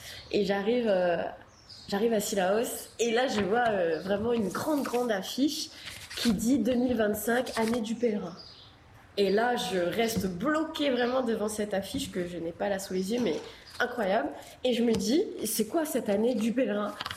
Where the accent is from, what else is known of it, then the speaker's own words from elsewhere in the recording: Réunion; also born or lived in Africa; moi je suis française et en plus de la Réunion